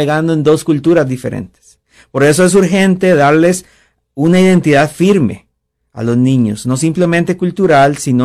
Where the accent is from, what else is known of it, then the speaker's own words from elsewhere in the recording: Costa Rica; moved away; mi país de origen, que es Costa Rica.